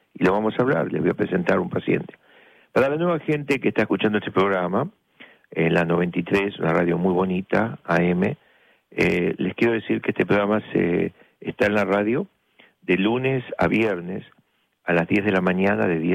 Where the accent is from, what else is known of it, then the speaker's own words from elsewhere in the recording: La Plata, Buenos Aires Province, Argentina; moved away; allá en Argentina, cuando era chiquito, la tienda Sara, enfrente del ferrocarril Roca de la Plata, en la calle 1 y 42, donde jugaba yo con una piedrita y con mis primos y amigos, la vida esa linda de estudiantes de La Plata